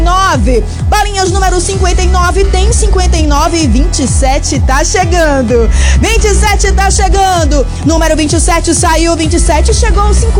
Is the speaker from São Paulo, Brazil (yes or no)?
no; Bahia, Brazil; Murilo fala de Arimbepe porque ele sabe que é meu ponto fraco da minha terrinha, né?